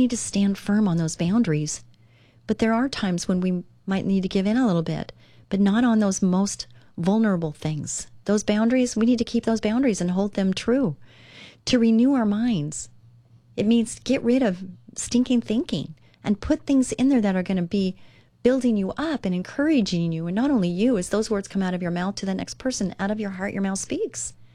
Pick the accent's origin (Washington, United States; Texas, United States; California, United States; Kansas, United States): California, United States; Orange County; I grew up in Orange County, and it was very, very relevant. Don't get offended, Orange County. I am a native Orange Countyan.